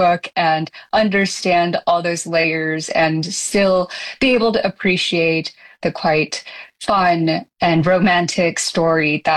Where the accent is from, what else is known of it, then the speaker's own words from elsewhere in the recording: Taiwan; moved away; Luckily for me, I grew up in Taiwan and I know sort of the basic genome of Taiwanese food